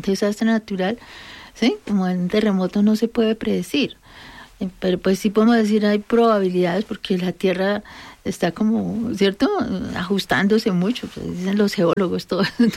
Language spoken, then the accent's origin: Spanish; Colombia; sacar a flote todas esas características de fortaleza emocional, incluso que nos ha caracterizado como colombianos, para enfrentar esta situación.